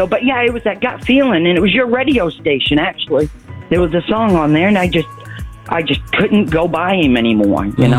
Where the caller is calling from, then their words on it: Panama City, Florida, United States; Panama City, Florida.